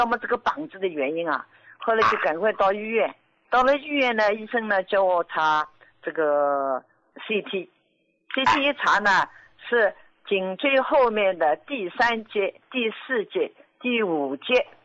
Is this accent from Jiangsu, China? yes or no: yes; Jiangsu, China; 我今年73岁，我是江苏的。